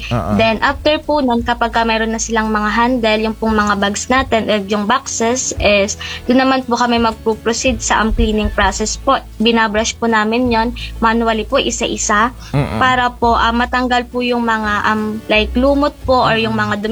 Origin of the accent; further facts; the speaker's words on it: Cavinti, Calabarzon, Philippines; yun po yung tinatawag namin dito sa amin sa Cavinte po na pandan, pandanan.